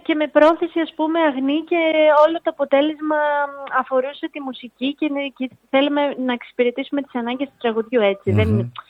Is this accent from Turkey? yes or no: no; Ano Kastritsi, Western Greece, Greece; το Άνω Καστρίτσι, να πω ότι είναι το χωριό μου, είναι η μαμά μου από εκεί